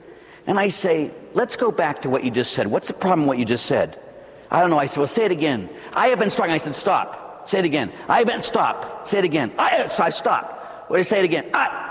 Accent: Pittsburgh, Pennsylvania, United States; born or raised there

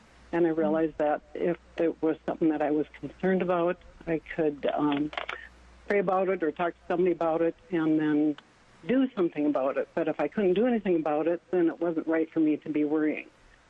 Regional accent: North Dakota, United States; but I'm from North Dakota

